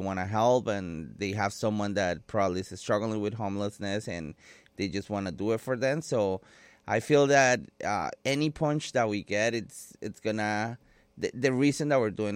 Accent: Colombia; English is a second language; now in London, United Kingdom; London opened the doors for me when I came from Colombia.

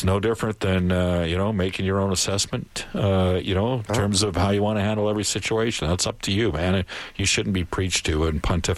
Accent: Alberta, Canada; I'm from Alberta, but my family's now from Vancouver

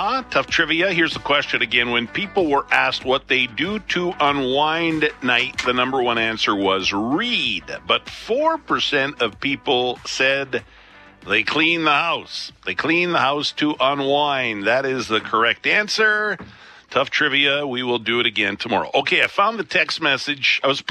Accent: Picture Butte, Alberta, Canada; moved away; And I grew up in a small town in southern Alberta, Picture Butte.

